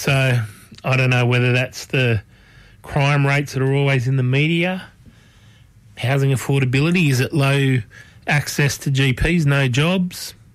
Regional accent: Sydney, New South Wales, Australia; I grew up in Concord, which, look, you know, it's bit more developed now than it was when I lived there. But when I was growing up there, it was called the Parkland suburb.

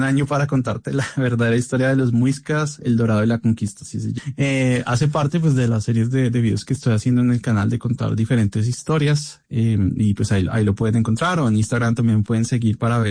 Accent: Bogotá, Colombia; yo pues soy bogotano y caminaba por las calles y siempre me preguntaba cómo había sido este territorio hace 600 años.

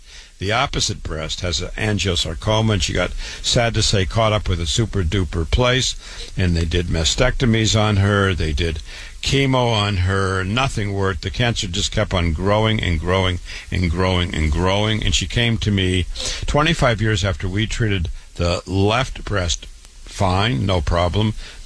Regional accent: Waterloo, Iowa, United States; born and raised in Waterloo, Iowa. Went to public school, university, MD at 25, like my brother Ted.

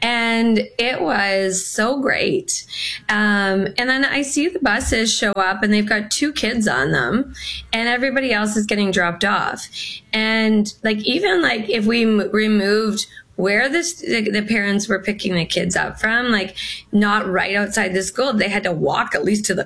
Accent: Sault Ste. Marie, Ontario, Canada; But like, I grew up in Sault Ste. Marie, like it literally was a good 20 minute walk and it was freezing.

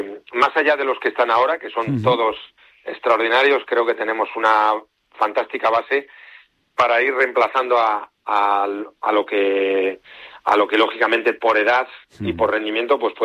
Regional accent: Spain; Pues hombre, yo como español espero que lo gane un español.

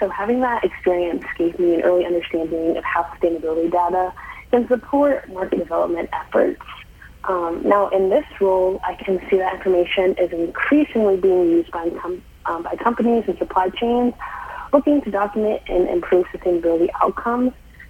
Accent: Lawrence, Kansas, United States

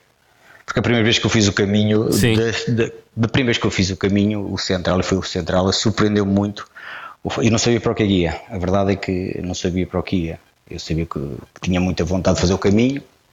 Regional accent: Portugal; somos portugueses tão genuínos e é muito bom, é muito bom.

